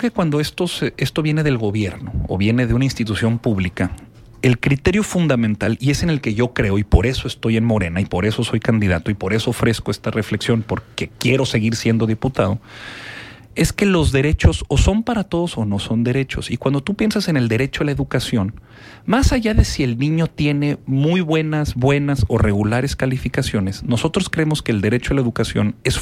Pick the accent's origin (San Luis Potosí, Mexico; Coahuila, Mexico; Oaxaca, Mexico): Coahuila, Mexico; Torreón; Soy diputado de Morena. Soy de Torreón. Vivo en Torreón. Me acabo de casar. Fundé mi familia en Torreón. Quiero que mis hijos crezcan en Torreón.